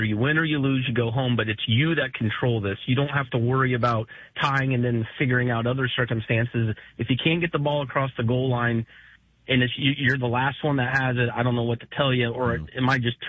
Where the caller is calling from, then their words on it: Mahomet, Illinois, United States; we're both from Mahomet